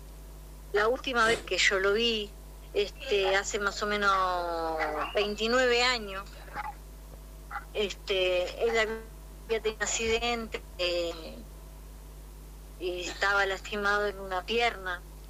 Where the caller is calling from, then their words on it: Chuí, Rio Grande do Sul, Brazil; Vivo en Chuy, de Brasil.